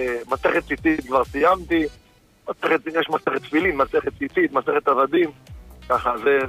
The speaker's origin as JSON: {"language": "Hebrew", "town": "Netanya", "region": "Central District", "country": "Israel"}